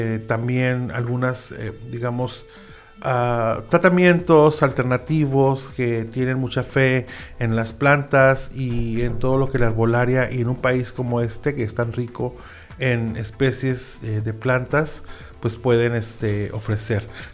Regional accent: Ensenada, Baja California, Mexico; yo soy de Ensenada y recuerdo de toda la vida estar por ahí en los espacios disfrutando música.

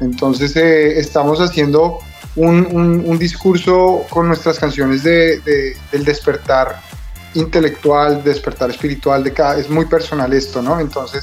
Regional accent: Colombia; now in Florida, United States; Nosotros vivimos en Florida, somos colombianos, somos tres hermanos

